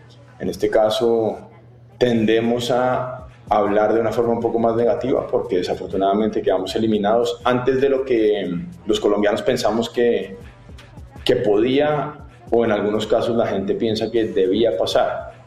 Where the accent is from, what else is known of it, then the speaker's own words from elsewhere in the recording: Colombia; Yo también como colombiano quería que ganáramos y siguiéramos avanzando.